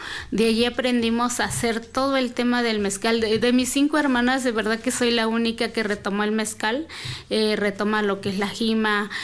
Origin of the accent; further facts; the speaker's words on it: Mexico; yo soy de mi municipio es Atezcal, mi localidad es San Lucas de Teletitlán.